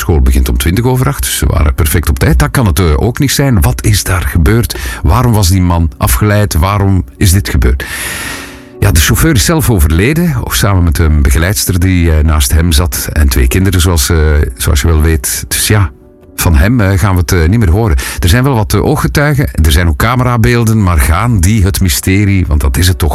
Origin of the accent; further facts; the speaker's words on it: Buggenhout, Flanders, Belgium; born or raised there; moved away; also born or lived in Antwerp